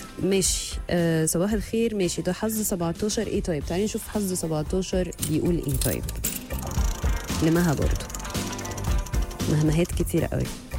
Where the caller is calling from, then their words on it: Kuwait; يعني انا ببعت من الكويت ومحدش بيرد, اهو الزعل جه بقى. ازيك … من الكويت